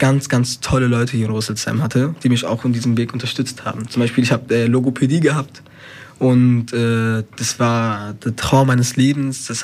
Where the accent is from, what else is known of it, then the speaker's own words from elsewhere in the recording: Spain; German is a second language; now in Germany; wenn ich hier ankomme in Deutschland als Spanier, ich bin aus der spanischen Tradition hier nach Deutschland gekommen